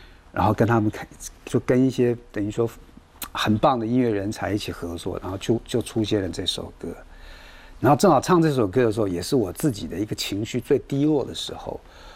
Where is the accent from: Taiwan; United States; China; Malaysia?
Taiwan; born there; 我是出生在台湾的这个外省第二代，我的父母他们都是从大陆过来